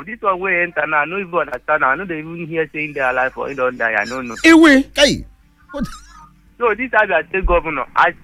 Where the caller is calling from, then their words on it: Lagos, Nigeria; I'm calling from Bariga.